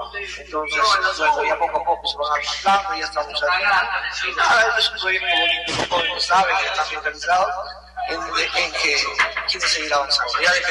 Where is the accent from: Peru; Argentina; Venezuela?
Peru; Rioja, San Martín; como riojano que soy